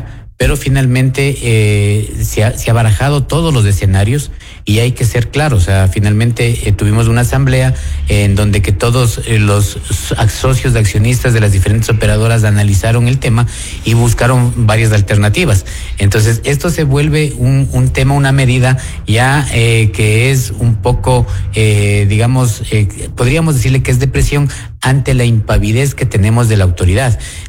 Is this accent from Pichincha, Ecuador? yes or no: yes; Quito, Pichincha, Ecuador; yo le digo como quiteño